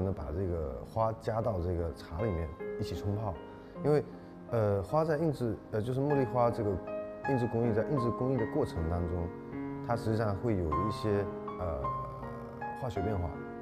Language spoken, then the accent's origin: Chinese; Fuzhou, Fujian, China; 我是小时候就在这个福州茶厂